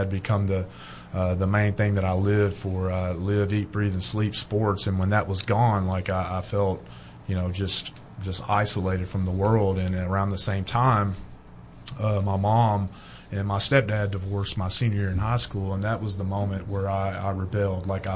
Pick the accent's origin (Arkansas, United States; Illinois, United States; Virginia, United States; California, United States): Arkansas, United States; Fordyce; So I was raised in South Arkansas, a little town called Fort Ice.